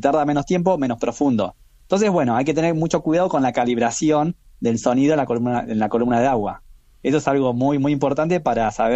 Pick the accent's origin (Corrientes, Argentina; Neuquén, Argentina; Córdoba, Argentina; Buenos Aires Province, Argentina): Buenos Aires Province, Argentina; La Plata; yo estudié en la Universidad de La Plata, porque soy de ahí de La Plata